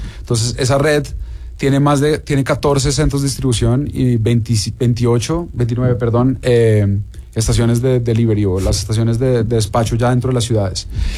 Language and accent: Spanish; Mexico; porque de nuevo, a los mexicanos y mexicanas nos gusta, porque yo me siento muy mexicano, nos gusta mucho comprar con colmillo, ¿no?